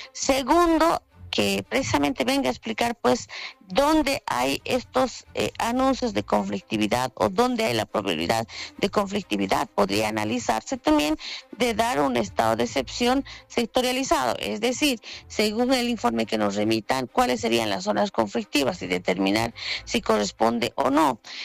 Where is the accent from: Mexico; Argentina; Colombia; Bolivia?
Bolivia